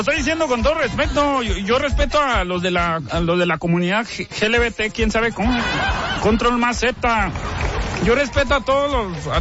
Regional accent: Madera, Chihuahua, Mexico; pues yo como un caballero que soy, así me criaron ahí en Madera de Chihuahua.

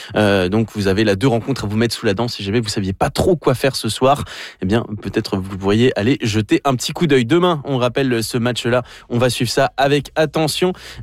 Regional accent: France; moi le premier en tant que français, ressortissant français, j'ai eu des souvenirs douloureux du match de l'Euro contre la Suisse

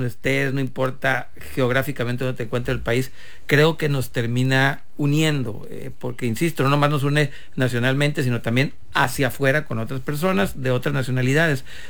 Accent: Mexico

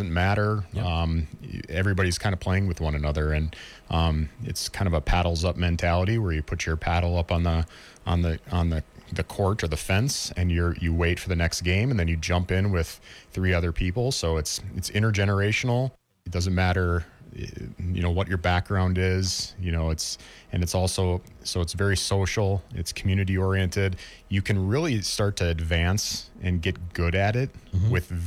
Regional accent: Minneapolis, Minnesota, United States; now in Iron Range, Minnesota, United States; And I grew up in the Twin Cities and I moved north to live up here

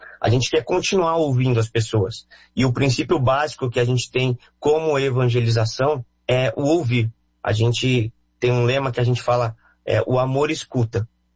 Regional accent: Brazil

